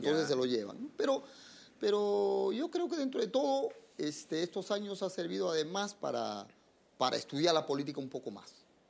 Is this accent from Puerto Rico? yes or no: no; Ayacucho, Peru; Ayacucho es mi tierra. Yo vivo allá, es parte de mi vida, es allá.